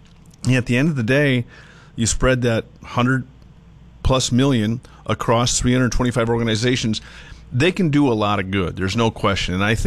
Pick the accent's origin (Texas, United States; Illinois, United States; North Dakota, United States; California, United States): North Dakota, United States; also born or lived in Oaks, North Dakota / Fort Ransom, North Dakota; I grew up in Dickey and Lemoore, North Dakota. I lived in Oaks. I lived in Fort Ransom.